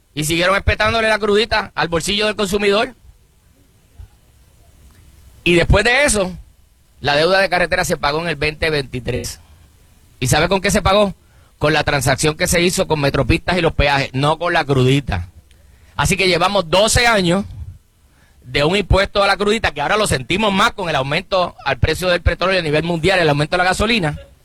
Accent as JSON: {"language": "Spanish", "country": "Puerto Rico", "said": "soy puertorriqueño."}